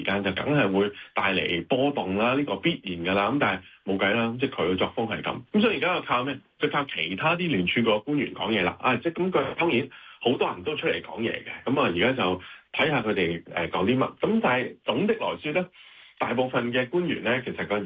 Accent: Hong Kong; 作為香港人啊

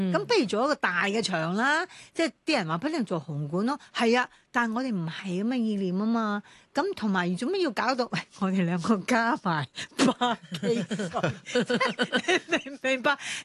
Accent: Hong Kong; 我哋身为香港人系咪应该要介绍下？

